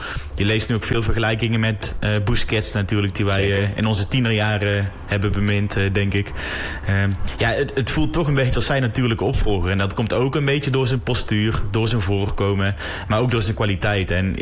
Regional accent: Netherlands; ons als Nederlanders

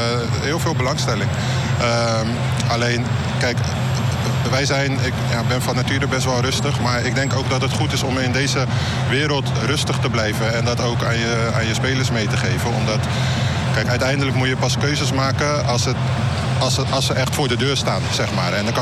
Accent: Rotterdam, South Holland, Netherlands; We komen uit Rotterdam. Ik kom uit Rotterdam.

